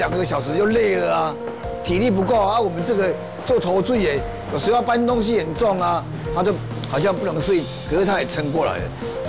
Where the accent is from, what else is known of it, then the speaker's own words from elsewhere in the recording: Taichung, Taiwan; moved away as an adult; now in Kaohsiung, Taiwan; 我是台中人，我下来高雄今年第19年。我刚从台中下来的时候